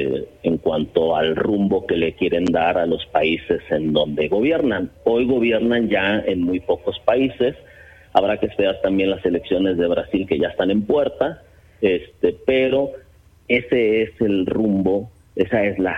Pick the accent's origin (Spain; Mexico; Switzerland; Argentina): Mexico